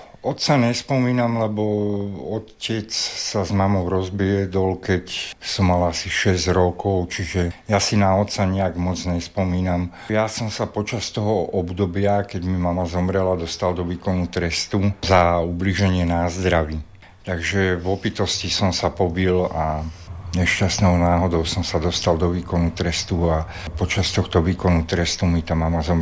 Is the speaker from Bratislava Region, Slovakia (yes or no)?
yes; Bratislava, Bratislava Region, Slovakia; No ja som sa narodil tu v Bratislave, v Dubravke a v 2 rokoch sme sa presťahovali do Petržalky, kde som žil až do 48. roka života